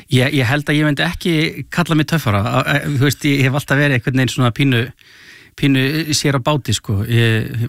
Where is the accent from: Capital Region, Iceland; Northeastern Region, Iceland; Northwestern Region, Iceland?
Capital Region, Iceland; Garðabær; myndi nú að segja Garðabæ.